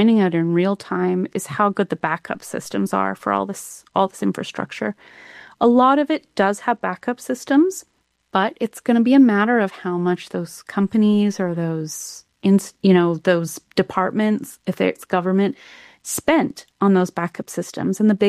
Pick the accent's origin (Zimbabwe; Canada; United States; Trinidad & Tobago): Canada; I'm Canadian.